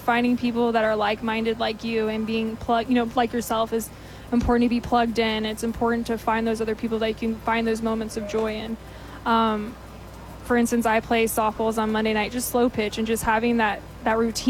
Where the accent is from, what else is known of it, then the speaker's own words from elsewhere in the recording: Kerrville, Texas, United States; which I'm from Kerrville